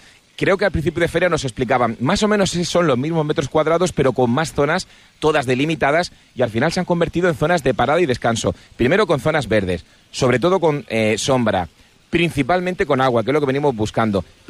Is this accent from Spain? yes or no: yes; Cartagena, Region of Murcia, Spain; Yo soy de Cartagena, mi mujer también, este fin de semana vieron mis padres.